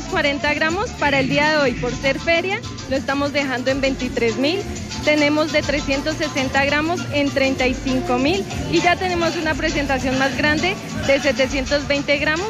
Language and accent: Spanish; Labranzagrande, Boyacá, Colombia; Nosotros venimos desde la provincia de La Libertad. Somos de Labranza Grande, Boyacá.